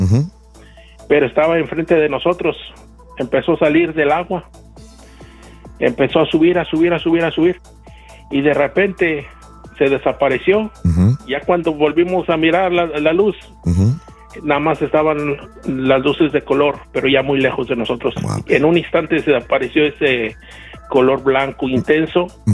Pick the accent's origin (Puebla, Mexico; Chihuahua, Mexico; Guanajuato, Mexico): Guanajuato, Mexico; San Miguel de Allende; soy de San Miguel de Allende, Guanajuato, uh-huh, donde te gusta ir.